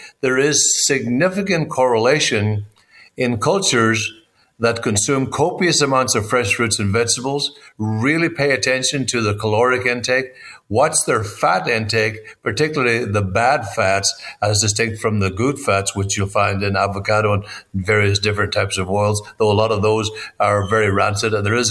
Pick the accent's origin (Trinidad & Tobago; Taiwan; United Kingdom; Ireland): Ireland; now in United States; And I respect America. I love America. It's been great to me since I moved here from Ireland.